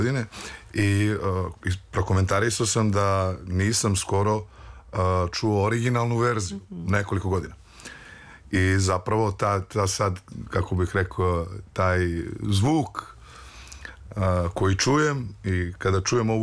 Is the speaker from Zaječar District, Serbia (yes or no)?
yes; Zaječar, Zaječar District, Serbia; Ja sam od uvek iz Zaječara dolazim i slušao sam neku drugu vrstu muzike, slušao sam rock pre svega, odrastao sam u gradu rock'n'rolla, gitarijada i tako dalje